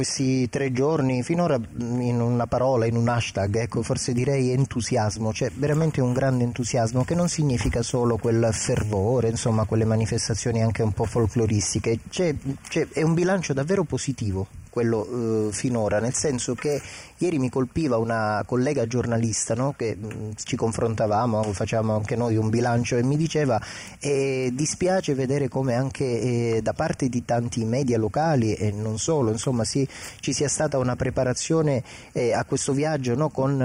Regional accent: Southern Italy, Italy; io vengo dal sud dell'Italia, pensavo appunto alla mia città

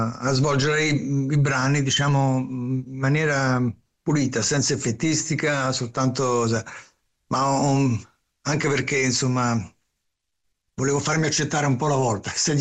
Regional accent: Savona, Liguria, Italy; Io appunto sono di Savona

